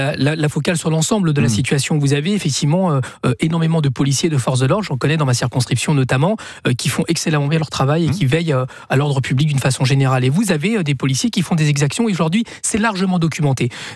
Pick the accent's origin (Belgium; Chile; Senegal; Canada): Chile; now in France; je ne suis pas né en France. Mais c'est quelque chose qui a eu lieu dans mon pays d'origine. Rappelez-vous, au Chili, quand les jeunes se sont rebellés contre l'augmentation du tarif du métro